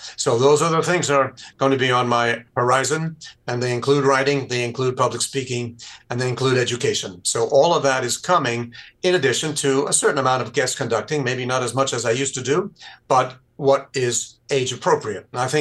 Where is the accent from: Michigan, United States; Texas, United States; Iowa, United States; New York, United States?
New York, United States; New York City; I grew up in New York City in his great years.